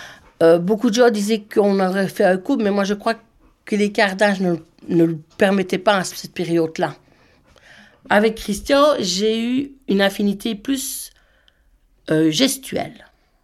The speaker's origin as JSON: {"language": "French", "town": "Incourt", "region": "Wallonia", "country": "Belgium", "tie": "born there", "said": "ben, j'ai 51 ans et j'habite à Incourt. Ici, c'est rue Beaumont, mais avec mes parents, j'habitais à Hautefremont, qui est le lieu-dit d'un crâle."}